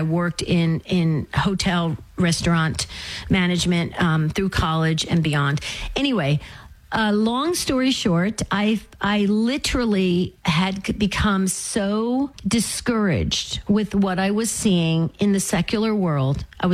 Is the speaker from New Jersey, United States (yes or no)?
yes; New Jersey, United States; moved away as an adult; now in Arizona, United States; I'm 100% Sicilian. I was born and raised in New Jersey. I live in Arizona because I moved out from New Jersey to come to college in Arizona, and I stayed in Arizona.